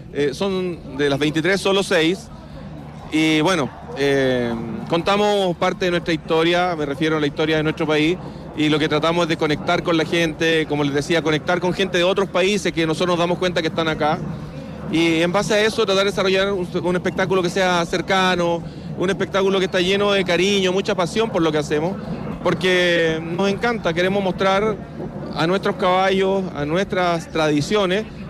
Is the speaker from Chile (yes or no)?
yes; Santiago, Santiago Metropolitan Region, Chile; Bueno, nosotros somos de Santiago, pero con raíces parralinas